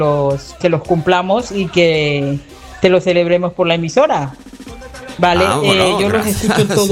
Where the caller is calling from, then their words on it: L'Eliana, Valencian Community, Spain; vivo en La Liana, Valencia